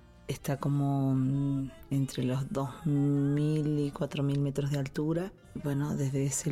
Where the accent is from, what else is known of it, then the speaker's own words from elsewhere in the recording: San Carlos, Salta, Argentina; born there; coplera de Salta, el norte de Argentina, de una región que es de montaña, está como entre los 2.000 y 4.000 metros de altura.